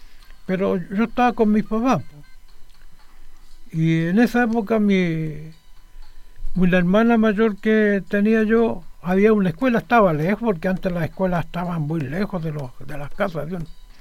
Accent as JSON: {"language": "Spanish", "region": "Maule", "country": "Chile", "tie": "born or raised there", "said": "yo soy descendiente de Loanco. Yo crecí en Loanco."}